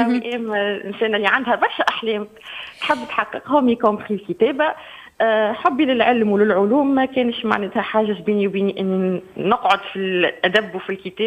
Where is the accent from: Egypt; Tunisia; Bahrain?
Tunisia